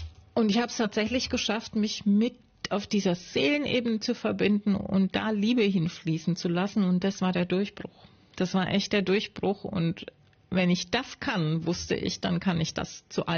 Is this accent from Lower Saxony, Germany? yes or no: no; Nuremberg, Bavaria, Germany; born there; moved away as an adult; ich bin in Nürnberg geboren